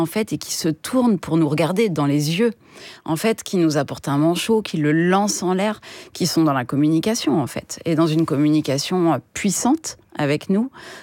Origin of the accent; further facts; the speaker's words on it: Troyes, Grand Est, France; also born or lived in Paris; Enfin, moi, je suis née à Paris, j'ai grandi à Troyes en Champagne